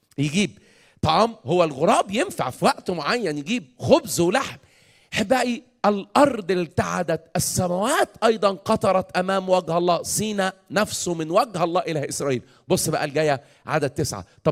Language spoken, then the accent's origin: Arabic; Egypt; عندنا في مصر